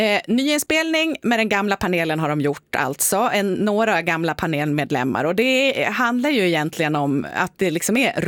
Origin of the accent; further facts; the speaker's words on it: Yttermalung, Dalarna County, Sweden; jag växte upp i Yttermalung, kanske typ det här åren 95-97 någonstans där.